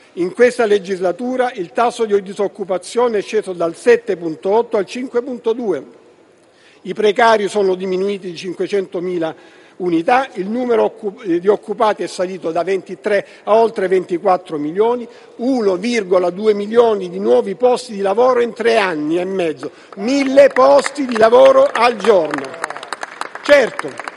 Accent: Apulia, Italy; sono pugliese e come tutti i pugliesi

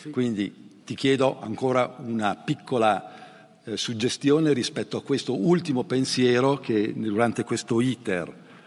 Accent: Trentino-Alto Adige, Italy; Le tue opere, il Trentino, e lo dico da Trentino orgoglioso, ospita delle straordinarie tue opere.

